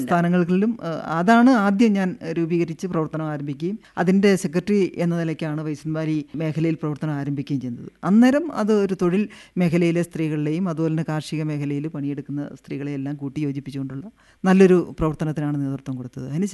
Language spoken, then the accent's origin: Malayalam; Komalikkudi, Kerala, India; വൈസൻവാലിയിൽ തന്നെ കോമാളിക്കുടി പ്രദേശത്താണ് ഞാൻ ജനിച്ചു വളർന്നത്.